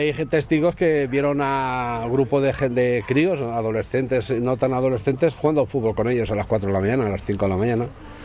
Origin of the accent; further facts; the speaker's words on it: Valencia, Valencian Community, Spain; now in Cantabria, Spain; No, del Athletic no, yo vengo de Valencia, lo que tengo más es Mediterráneo y de aquella zona.